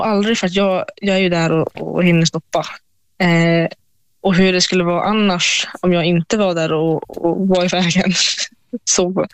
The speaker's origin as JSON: {"language": "Swedish", "region": "Norrland", "country": "Sweden", "said": "Ja, men i och med att jag är från Norrland så är det väl snön som lockar mest, tror jag."}